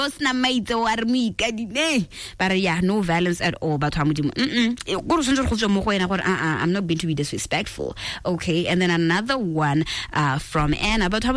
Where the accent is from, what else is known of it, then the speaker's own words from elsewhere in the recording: Mutshwedi, North West, South Africa; But hella in general, speaking of which, I'm from Mutshwedi